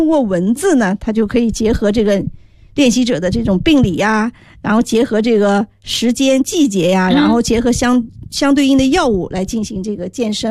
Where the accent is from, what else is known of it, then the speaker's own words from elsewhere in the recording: China; 我们中国人